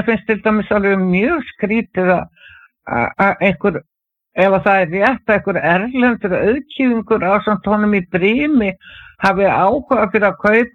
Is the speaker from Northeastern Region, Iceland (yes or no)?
no; Kópavogur, Capital Region, Iceland; þegar ég var svona krakki, ég var alveg upp í Kópavoginum